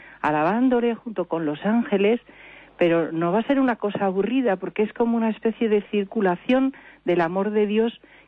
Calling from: Madrid, Community of Madrid, Spain; De Madrid.

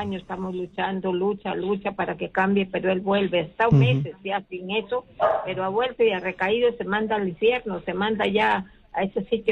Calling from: Piura, Peru

